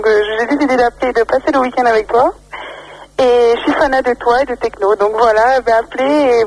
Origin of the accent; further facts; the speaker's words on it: Brazil; Bon, moi j'ai 19 ans, alors je suis brésilienne.